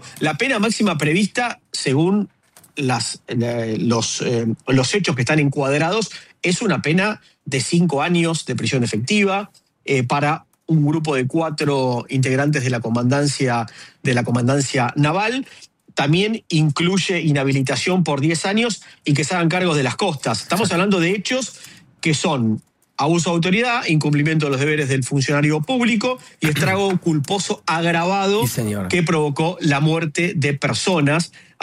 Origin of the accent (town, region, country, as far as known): Argentina